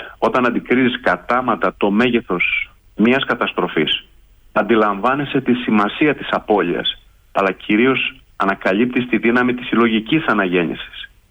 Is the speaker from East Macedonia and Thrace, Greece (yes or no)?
no; Alexandroupoli, Eastern Macedonia and Thrace, Greece; now in Germany; και εγώ επειδή κατάγομαι από την Αλεξανδρούπολη